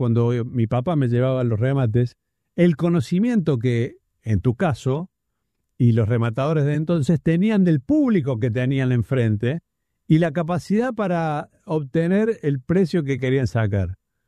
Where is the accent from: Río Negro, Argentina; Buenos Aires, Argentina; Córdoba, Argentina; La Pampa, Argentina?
Córdoba, Argentina; Villa María; tengo un recuerdo infantil de los rematadores de la zona donde yo me crié, en Villa María